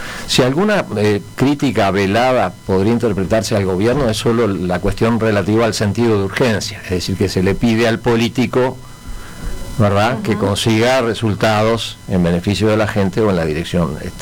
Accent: Uruguay; al estilo uruguayo, dentro del que me incluyo

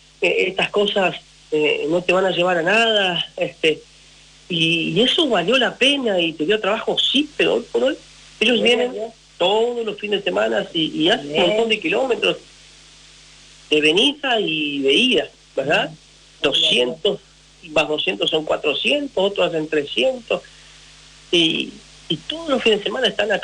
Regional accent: Uruguay; soy uruguayo, del interior, de tierra adentro

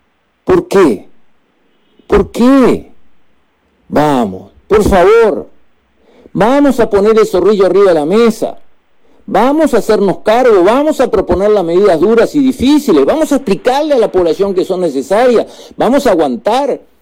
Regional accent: Uruguay

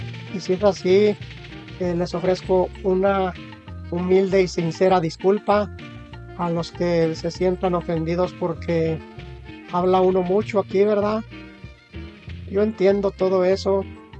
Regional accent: Mexico; moved away; muchos jóvenes, como yo cuando me vine de México, nos venimos con la ambición, con la sed de tener, de tener lo que nunca tuvo uno, llegando a este país donde podamos tener un poquito más que allá.

